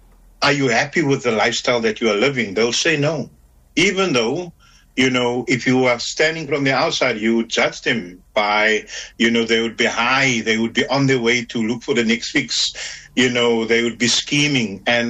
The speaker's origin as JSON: {"language": "English", "town": "Manenberg", "region": "Western Cape", "country": "South Africa", "tie": "born or raised there", "said": "I'm someone that is not born in Menenberg. I'm born on the Cape Flats, but we moved to Menenberg when I was four. So I grew up in this community."}